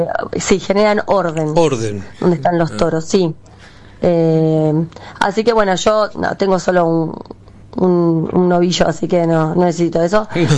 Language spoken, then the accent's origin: Spanish; Merlo, Buenos Aires Province, Argentina; Yo de Merlo.